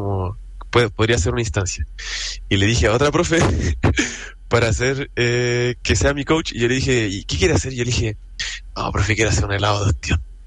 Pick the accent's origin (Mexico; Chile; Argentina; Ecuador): Chile; Coquimbo; Entonces pensé que podría ser la conexión entre Coquimbo, que es de donde yo vengo, donde está todo el cariño que yo tengo por la cocina, sobre todo por el mar, porque yo siempre he sido una persona que me he criado en el mar